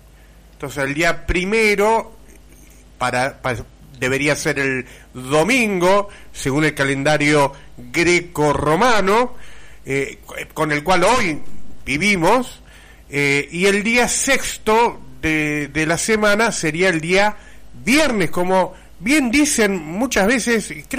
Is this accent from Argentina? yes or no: yes; Argentina; para nosotros, como argentinos, que vivimos de acuerdo al calendario greco-romano